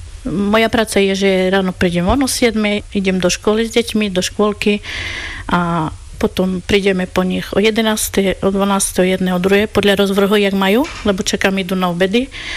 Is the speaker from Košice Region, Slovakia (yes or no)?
yes; Vítkovce, Košice Region, Slovakia; Pochádzam z Vitkoviec, mám dva deti, som slobodná mamička a som veľmi rada, že môžem žiť vo Vitkovciach.